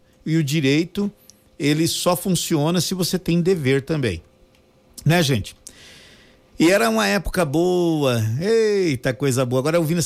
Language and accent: Portuguese; Aral Moreira, Mato Grosso do Sul, Brazil; now in Paraguay; Quando era criança, eu morava em Aral Moreira, morava com a minha avó, né, gente?